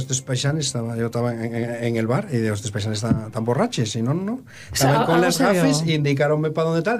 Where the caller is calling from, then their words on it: Asturias, Spain; Pues yo ahí en Coyoto, que yo soy de Coyoto